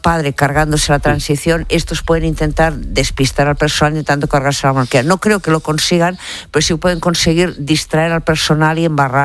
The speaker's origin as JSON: {"language": "Spanish", "region": "Catalonia", "country": "Spain", "said": "el 3 de octubre del 17, recuérdese que soy catalana, yo que vi ese discurso desde la taberna del Gijón, no el café, yo los lagrimones me caían"}